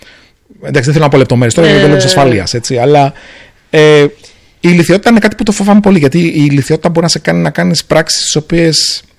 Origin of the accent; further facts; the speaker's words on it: Greece; now in Singapore; ότι εγώ είμαι ένας Έλληνας ο οποίος ζει στη Σιγκαπούρη, λειτουργώ από εκεί